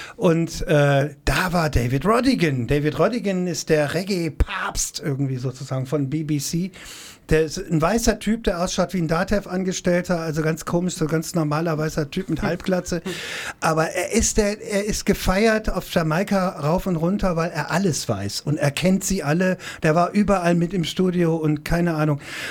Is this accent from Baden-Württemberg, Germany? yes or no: no; Krefeld, North Rhine-Westphalia, Germany; now in Nuremberg, Germany; Ja, ich komme aus Krefeld, bin aber seit 50 Jahren fast in Nürnberg.